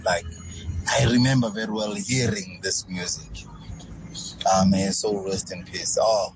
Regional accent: Zimbabwe; When it comes to … I remember very well. I grew up in Zim in the 90s.

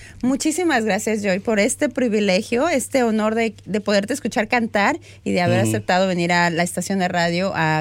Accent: Mexico; Como mexicana, yo puedo decirles que me siento muy orgullosa de escuchar que los mexicanos nacemos en todos lados

